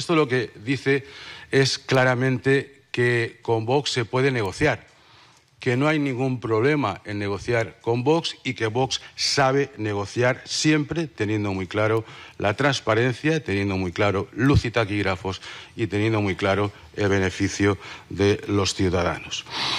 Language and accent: Spanish; Valencian Community, Spain; De hecho, somos los valencianos.